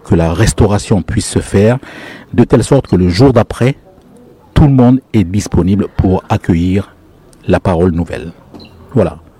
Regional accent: Lifou, Loyalty Islands Province, New Caledonia; c'est que nous sommes des gens d'ici. Donc nous sommes des Mélanésiens. Moi, je suis Mélanésien d'origine de l'Ifou.

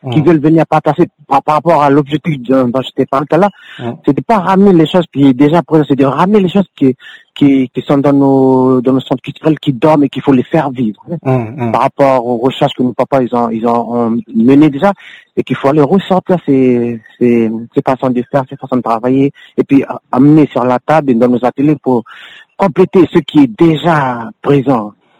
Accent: New Caledonia; Moi, je parle de nous, le peuple Kanak.

